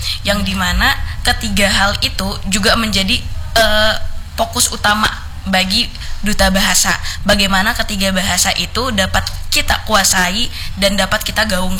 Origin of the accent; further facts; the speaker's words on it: Indonesia; Karena saya asli orang Dayak.